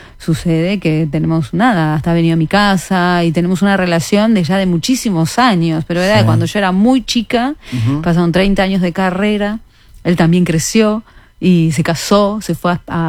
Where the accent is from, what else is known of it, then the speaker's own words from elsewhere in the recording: Buenos Aires, Argentina; Y yo, que soy argentina, hice las dos.